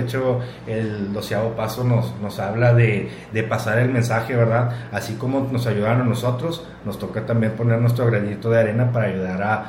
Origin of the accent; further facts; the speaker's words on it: Monterrey, Nuevo León, Mexico; moved away as an adult; now in Múzquiz, Mexico; Yo soy de Monterrey, Nuevo León.